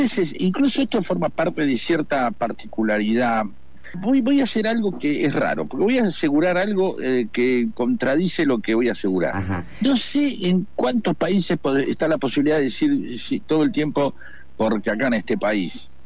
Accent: Argentina; en este país, claro, viste cómo somos los argentinos.

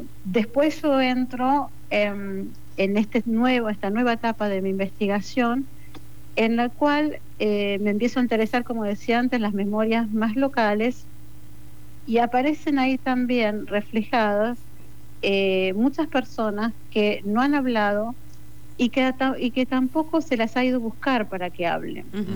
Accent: Pergamino, Buenos Aires Province, Argentina; vengo de la ciudad de Pergamino

